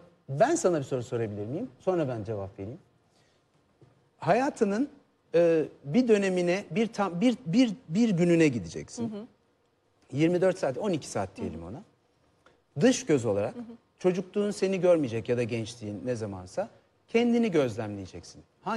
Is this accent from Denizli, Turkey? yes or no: no; Istanbul, Turkey; Fatih'te doğdum büyüdüm ben. Böyle orta direğin biraz altı gibi bir aile.